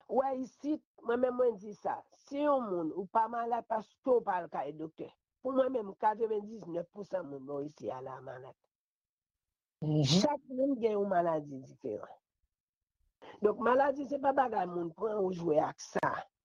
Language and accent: French; Haiti; Donc moi-même c'est vrai, me vrai nous était ensemble en tant que haïtien pour nous ne pas discréditer l'autre